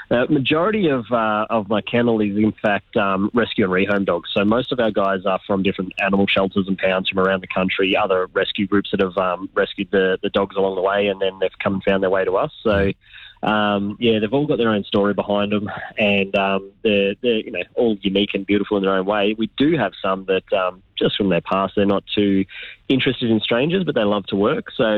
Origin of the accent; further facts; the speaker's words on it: Australia; I've realised along the way that I'm Australian.